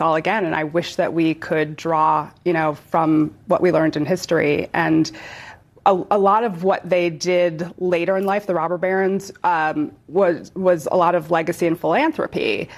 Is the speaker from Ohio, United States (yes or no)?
yes; Ohio, United States; I'm from Ohio.